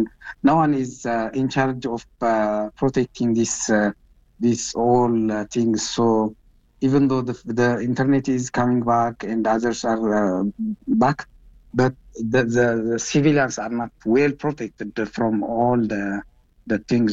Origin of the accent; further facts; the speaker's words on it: Mekelle, Tigray, Ethiopia; English is a second language; from Magala.